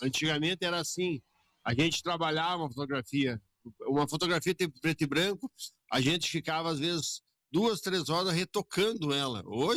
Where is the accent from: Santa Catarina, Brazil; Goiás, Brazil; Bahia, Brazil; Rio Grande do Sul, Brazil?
Rio Grande do Sul, Brazil; Soledade; Soledadense, nasci em Soledade e moro agora 58 anos na rua da ABB. Mas nasci no outro canto da cidade, mas hoje moro há 58 anos na rua que pertence à ABB de Jau ali.